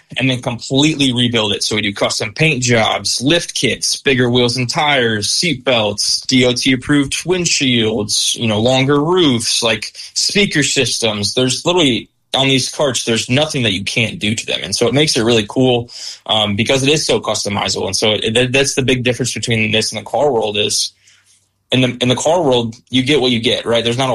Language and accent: English; United States; And so, you know, as American people, we're a little bit lazy, right?